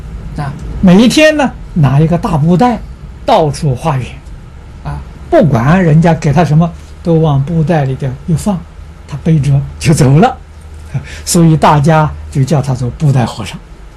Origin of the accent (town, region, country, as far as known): China